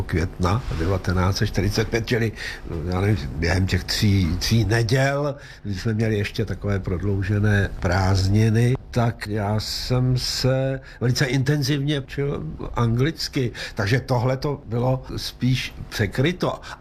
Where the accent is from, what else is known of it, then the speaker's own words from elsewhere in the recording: Plzeň, Plzeň Region, Czechia; nezapomeňte, že já jsem vyrůstal v Plzni, no a do Plzni nepřišla sovětská armáda, Plzeň byla osvobozena Američany a já jsem se tehdy začal učit anglicky.